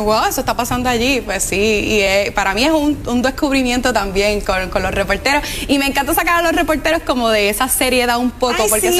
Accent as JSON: {"language": "Spanish", "country": "Puerto Rico", "said": "cuando me reconocen así en mi pueblo, allá"}